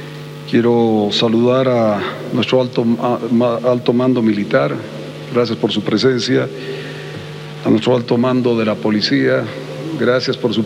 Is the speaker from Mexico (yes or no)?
no; Bolivia; como un boliviano más